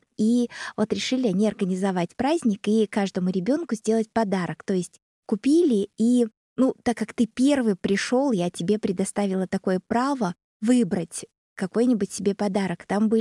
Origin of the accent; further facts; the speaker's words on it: Ulan-Ude, Buryatia, Russia; Нашего говорю, потому что тоже можно сказать, что это мой родной город Улан-Удэ.